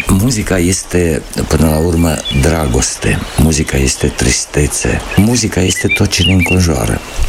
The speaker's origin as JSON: {"language": "Romanian", "country": "Romania", "said": "Îmi place mult atunci când merg prin părțile de unde sunt eu, de la Dunăre, și deoseb primăvara, atunci când ies broaștele pe malul Dunării"}